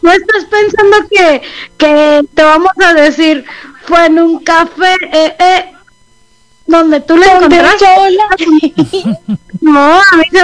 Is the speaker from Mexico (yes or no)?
yes; Saltillo, Coahuila, Mexico; soy de Saltillo, Coahuila, México. Soy de la capital de Zarape y donde se vende y come el mejor pan de Saltillo, que es el pan de pulque.